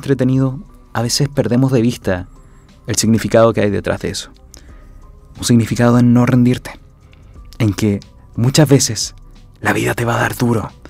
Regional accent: Chile; somos propiamente chilenos.

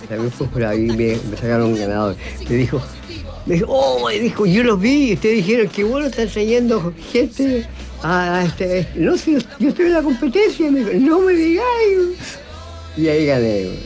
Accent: Chile

